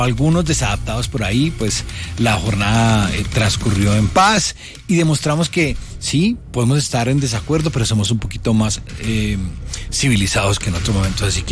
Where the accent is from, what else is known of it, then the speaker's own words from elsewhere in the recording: Colombia; somos los colombianos